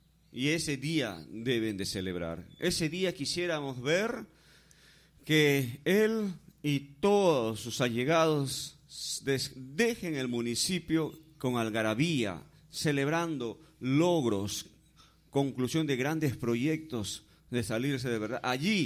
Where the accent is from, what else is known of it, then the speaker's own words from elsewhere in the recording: Tocache, San Martín, Peru; con la gente que tiene la sangre serrana y chola, como prácticamente el 99.9% de tocachinos